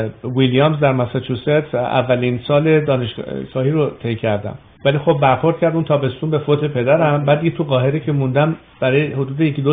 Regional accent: Iran; moved away; به عنوان یک ایرانی

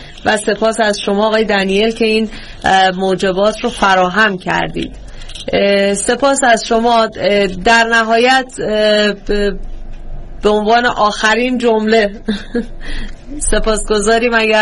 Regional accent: Iran; من که در ایران بعد از انقلاب بزرگ شدم.

